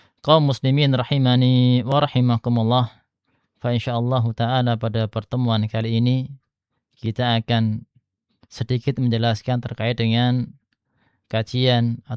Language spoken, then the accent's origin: Indonesian; Sragen, Central Java, Indonesia; also born or lived in Jember; now in Perawang, Indonesia; kalau ana asalnya dari Sragen.